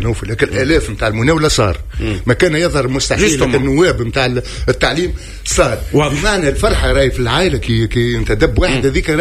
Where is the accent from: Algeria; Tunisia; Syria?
Tunisia; عندنا في تونس